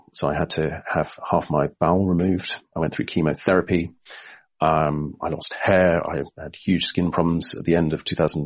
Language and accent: English; United Kingdom; I'm a British citizen.